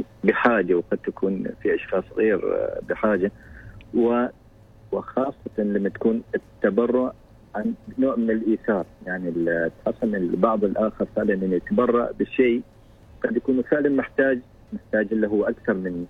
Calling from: Sohar, Al Batinah North, Oman; حاليا أكلمكم من صحار.

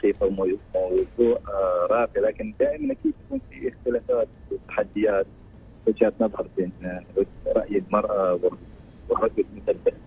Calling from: Nizwa, Ad Dakhiliyah, Oman; حاليا من ولاية نزوة.

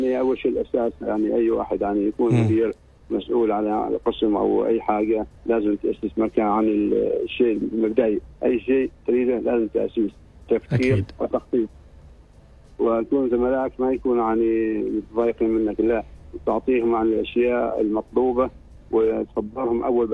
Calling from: Oman; وعماننا نظيفة دائما

